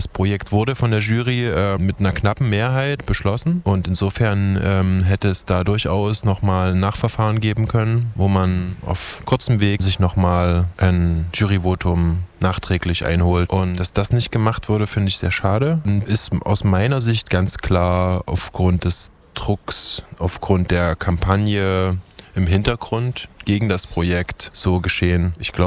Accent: Chemnitz, Saxony, Germany; denn dazu zu sagen habe als Chemnitzer und so weiter.

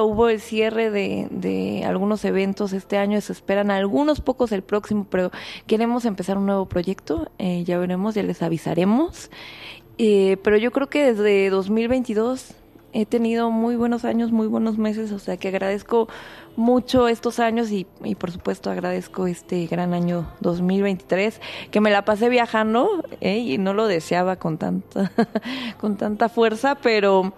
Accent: Mexico; como mexicana o como periodista

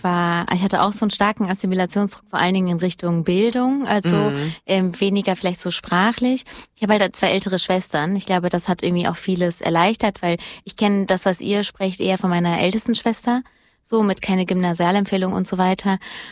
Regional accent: Hesse, Germany; Genau, ich bin halt in der Nähe von Frankfurt groß geworden.

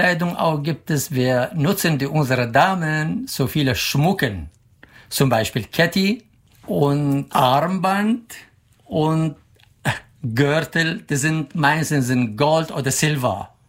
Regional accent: Kirkuk, Kirkuk Governorate, Iraq; German is a second language; now in Germany; Ich komme aus Kirkuk. Wir haben so ähnliche Kultur vom Anziehen wie Sulaimania.

